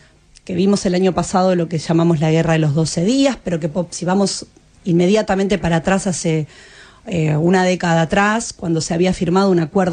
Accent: Argentina; obviamente uno es extranjero, entonces te miran y ¿de dónde sos? Claro. De Argentina.

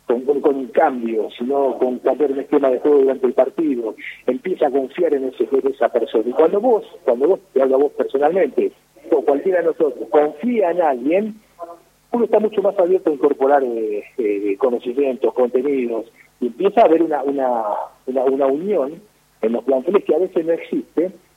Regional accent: Argentina; nosotros, como argentinos

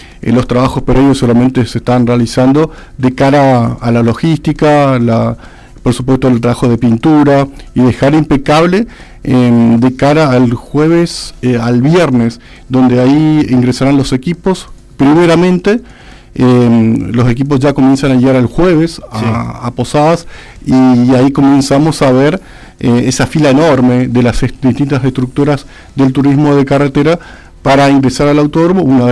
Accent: Misiones, Argentina; nos destaca como público argentino, y en Misiones por supuesto tenemos el turismo de carretera

